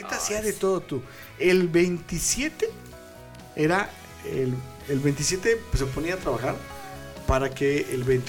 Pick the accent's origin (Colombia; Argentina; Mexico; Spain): Mexico; así somos los mexicanos